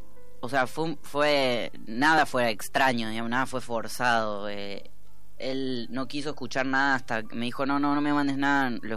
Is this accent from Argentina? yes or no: yes; Laguna Larga, Córdoba, Argentina; Yo soy un pueblo de Córdoba que se llama Laguna Larga.